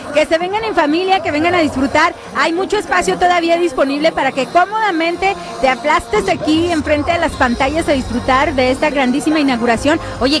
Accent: Mexico

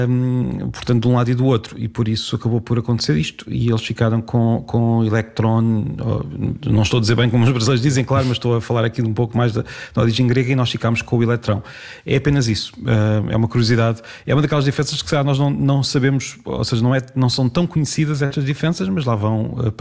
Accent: Peniche, Centro, Portugal; born there; moved away; eu estou em Peniche, na casa dos meus pais

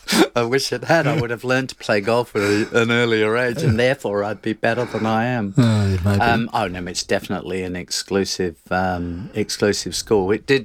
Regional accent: Australia; I was rubbished at the school I went to there for being Australian

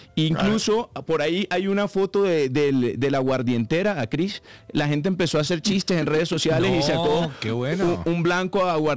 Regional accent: Colombia; deberíamos sentirnos como colombianos orgullosos

